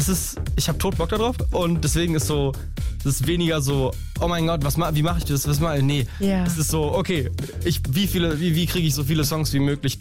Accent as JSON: {"language": "German", "town": "Königs Wusterhausen", "region": "Brandenburg", "country": "Germany", "moved": "as an adult", "lives_now": "Berlin, Germany", "said": "Für alle waschechten Berliner komme ich aus Königs Wusterhausen"}